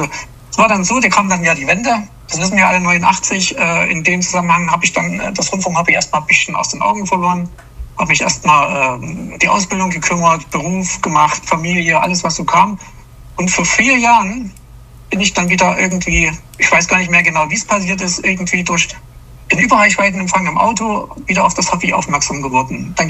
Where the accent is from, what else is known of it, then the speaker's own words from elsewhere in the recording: East Germany, Germany; da hast du gehört, ich komme ja selber aus der DDR. Ich habe also quasi gar nicht in den Genuss gekommen, damals RBI empfangen zu können.